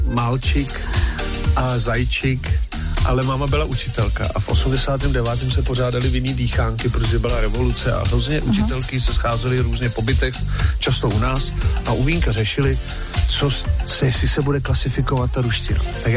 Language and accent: Czech; Ústí nad Labem, Ústí nad Labem Region, Czechia; also born or lived in Norway; Anglicky, jasně, a německy, protože jsem z Ústí.